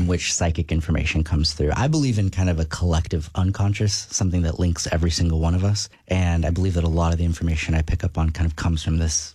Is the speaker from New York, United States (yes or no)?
no; Hanford, California, United States; Hanford, California.